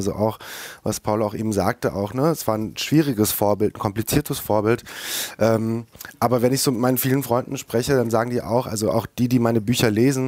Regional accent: Turkey; ich komme aus der Türkei, da stecken auch sehr viele psychologische, unaufgearbeitete Sachen manchmal mit drin

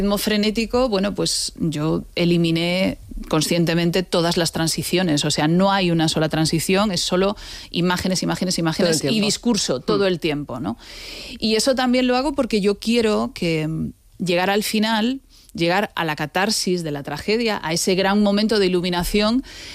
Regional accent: A Coruña, Galicia, Spain; Soy gallega de Coruña. Digámoslo, soy gallega. Gallega de A Coruña.

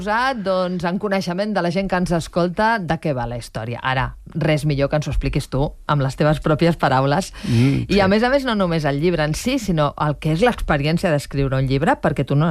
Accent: Catalonia, Spain; Clar, clar, jo soc catalana, sí.

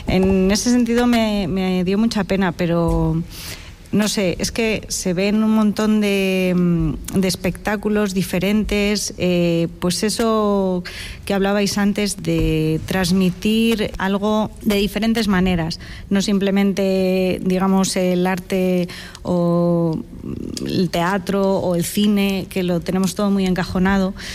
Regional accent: Roa, Castile and León, Spain; moved away as an adult; Yo soy de un pueblo de Burgos, cerca de Aranda de Duero, de Roa.

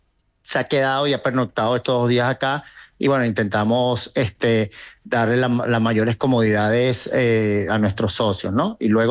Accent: Venezuela; also born or lived in Tenerife; Yo tengo 55 años y nací acá. Viví allá en Tenerife un tiempo, pero toda mi vida la he pasado acá y como soy venezolano.

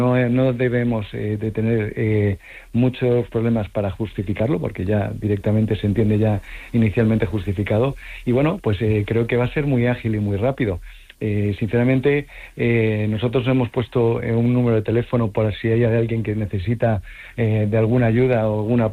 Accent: Madrid, Community of Madrid, Spain; moved away as an adult; now in Ceuta, Spain; yo soy madrileño, yo conocí Ceuta en el año 2001 y me quedé profundamente enamorado.

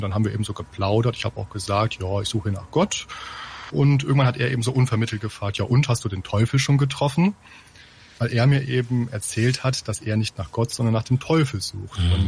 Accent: Osnabrück, Lower Saxony, Germany; ich komme aus Osnabrück

